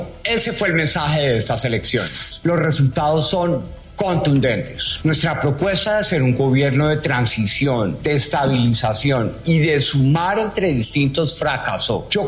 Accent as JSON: {"language": "Spanish", "country": "Colombia"}